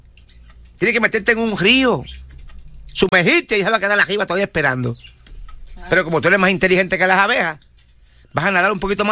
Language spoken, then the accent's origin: Spanish; Corozal, Puerto Rico; En mi pueblo, en Corozal. Mi pueblo y amado pueblo.